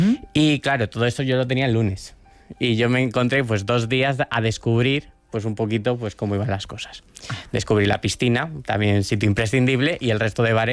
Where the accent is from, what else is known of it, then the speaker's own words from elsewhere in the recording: León, Castile and León, Spain; now in Madrid, Spain; Yo soy, bueno, yo soy de León, pero vivo habitualmente en Madrid